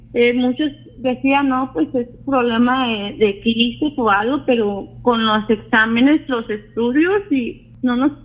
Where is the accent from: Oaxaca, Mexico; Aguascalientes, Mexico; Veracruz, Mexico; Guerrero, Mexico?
Aguascalientes, Mexico; born there